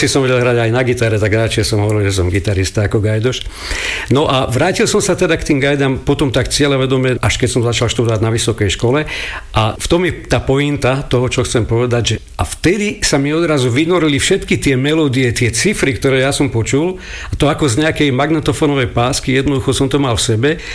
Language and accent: Slovak; Zlaté Moravce, Nitra Region, Slovakia; born there; also born or lived in Veľká Lehota; Som mal 5 rokov, keď sme sa z mojho rodiska z Veľkej Lehoty odsťahovali do Zlatej Moravie